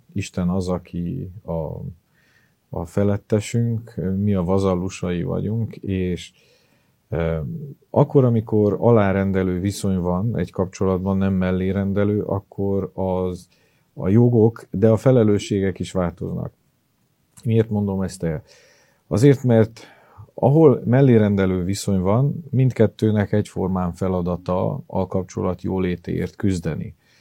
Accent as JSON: {"language": "Hungarian", "town": "Miercurea Nirajului", "region": "Mureș County", "country": "Romania", "tie": "born or raised there", "said": "A nyáredszeredai gyülekezetben nőttem fel"}